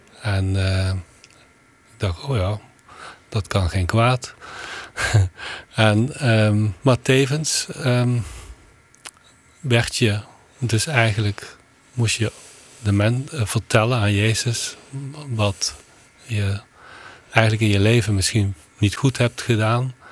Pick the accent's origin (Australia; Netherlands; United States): Netherlands; Landgraaf, Limburg; ik kom uit Landgraaf. Dat ligt in de buurt van Heerlen, Kerkrade.